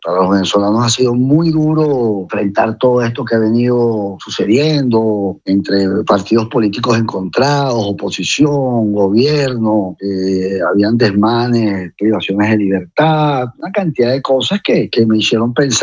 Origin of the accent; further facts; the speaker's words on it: Spain; Porque somos ciudadanos españoles